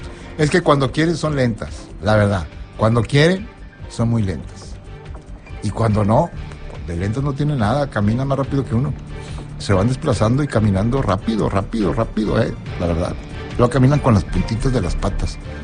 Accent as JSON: {"language": "Spanish", "town": "San Nicolás", "region": "Nuevo León", "country": "Mexico", "said": "yo llegué aquí a Monterrey. Es que vengo de San Nicolás. Llegué a Monterrey y no me dio olor. Claro, en San Nicolás es diferente, allá huele como a rosas."}